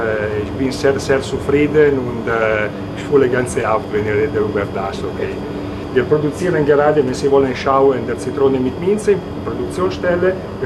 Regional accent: Italy; German is a second language; moved away as an adult; now in Mansfeld-Südharz, Germany; ich komme aus Italien, ich bin hier vor 6 Jahren

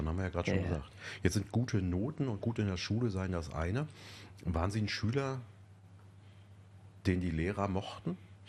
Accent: East Germany, Germany; born there; Ich komme ja auch aus der DDR, schulisch.

